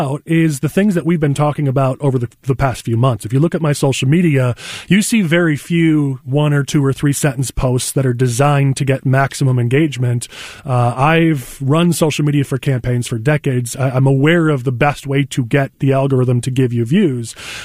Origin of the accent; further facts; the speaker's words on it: Palatine, Illinois, United States; also born or lived in Batavia; Yeah, so born in Batavia, my family moved to the northwest suburbs, and I grew up in Palatine, spent a little time in Lake Zurich and Hawthorne Woods as well, but grew up in Palatine